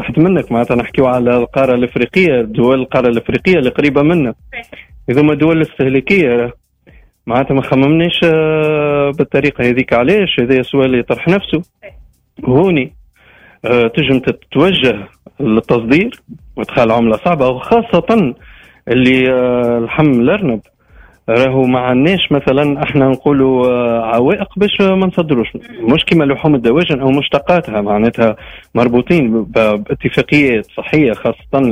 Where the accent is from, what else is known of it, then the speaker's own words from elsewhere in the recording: Tunisia; عندنا في تونس